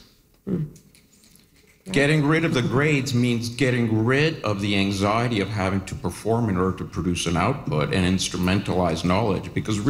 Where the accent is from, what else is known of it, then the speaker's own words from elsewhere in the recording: Canada; now in United States; Well, it's even more complicated than that, because I'm a Canad